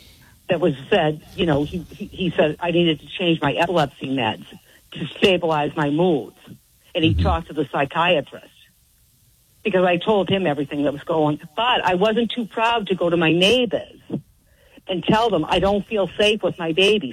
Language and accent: English; Boston, Massachusetts, United States; I grew up in Boston, so I pretty much had no shame.